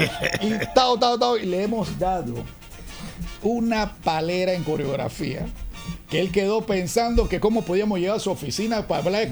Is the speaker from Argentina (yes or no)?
no; Colón, Panama; No, yo soy de aquí de Colón, los más no creían que yo era de Colón.